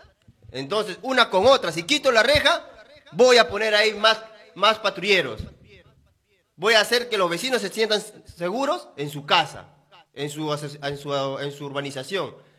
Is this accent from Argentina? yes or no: no; Ate Vitarte, Lima, Peru; mi pueblo de Ate Vitarte